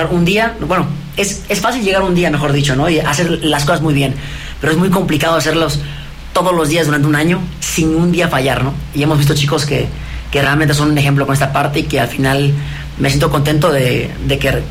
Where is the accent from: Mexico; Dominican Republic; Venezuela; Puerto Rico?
Mexico; Mérida, Yucatán; Yo soy de Mérida, soy de Mérida. Yucateco, sí.